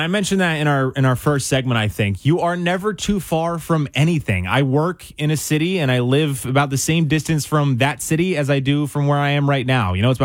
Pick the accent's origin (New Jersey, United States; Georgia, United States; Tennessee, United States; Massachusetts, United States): New Jersey, United States; I grew up in Burlington County. It's as flat gets.